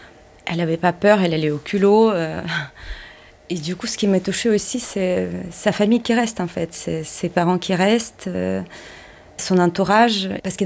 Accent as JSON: {"language": "French", "country": "Ukraine", "tie": "born or raised there", "moved": "as an adult", "lives_now": "France", "said": "l'armée de Poutine a envahi mon pays natal, l'Ukraine."}